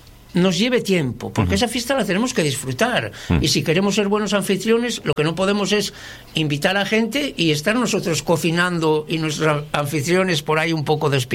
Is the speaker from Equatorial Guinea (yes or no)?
no; Laredo, Cantabria, Spain; para los que somos de Laredo